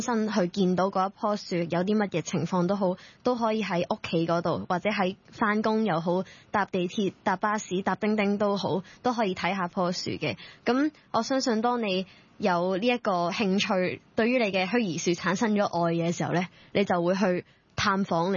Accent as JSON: {"language": "Cantonese", "country": "Hong Kong", "said": "咁从而激发翻我哋香港人之间嘅连结咯。"}